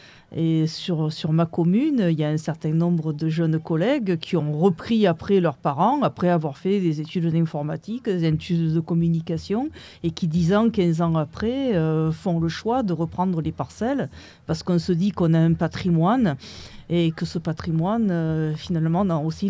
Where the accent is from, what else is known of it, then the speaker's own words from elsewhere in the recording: Pernes-les-Fontaines, Provence-Alpes-Côte d'Azur, France; bon, moi, je suis de Pernes-les-Fontaines. Tous les voisins, c'était des agriculteurs